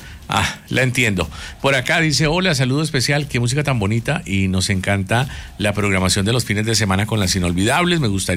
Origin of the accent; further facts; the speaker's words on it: Colombia; Ejercer este deber como colombiano es muy importante.